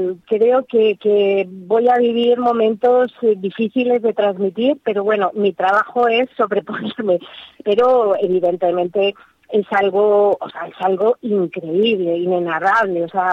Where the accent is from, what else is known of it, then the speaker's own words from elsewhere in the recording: Madrid, Community of Madrid, Spain; Yo soy madrileña, ¿eh? O sea, soy madrileña